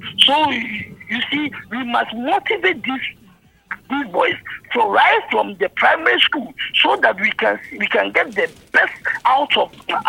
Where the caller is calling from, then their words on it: Ghana; calling from Asqua.